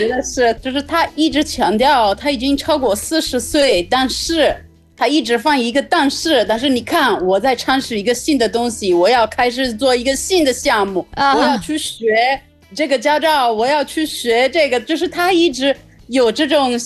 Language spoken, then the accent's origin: Chinese; Italy; Chinese is a second language; moved away; 我们意大利那边有很多可能30岁还没有到40岁